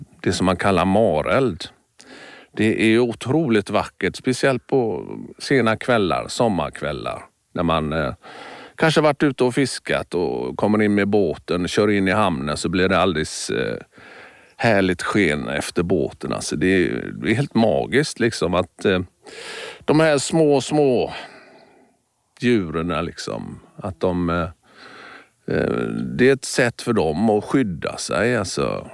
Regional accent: Gothenburg, Västra Götaland County, Sweden; also born or lived in Bohuslän; Jag var född och uppvuxen i Göteborg och i Bohuslän, så var ju havet aldrig långt borta.

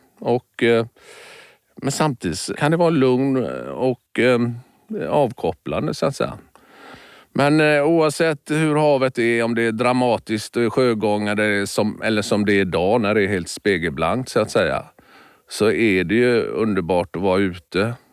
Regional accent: Västra Götaland County, Sweden; moved away; Fjordar har vi i Bohuslän där jag växte upp.

